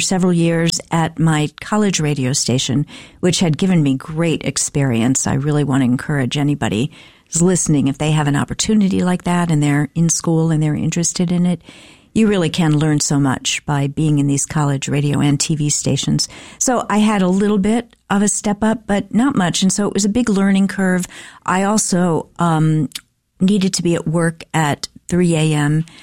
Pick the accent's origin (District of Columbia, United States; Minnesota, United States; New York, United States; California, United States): District of Columbia, United States; Washington; moved away as an adult; I grew up in the Washington, D.C. area.